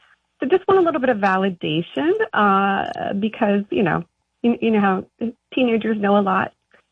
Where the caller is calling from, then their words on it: Charlotte, North Carolina, United States; calling from Charlotte.